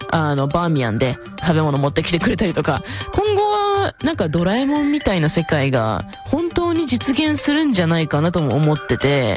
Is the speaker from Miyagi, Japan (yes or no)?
no; Fukuoka, Japan; 私福岡生まれなんですけど、うん、ずっと海と山で育って、うんうん、